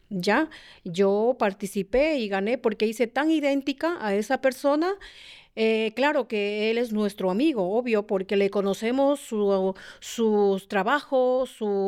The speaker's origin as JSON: {"language": "Spanish", "country": "Ecuador", "moved": "yes", "lives_now": "France"}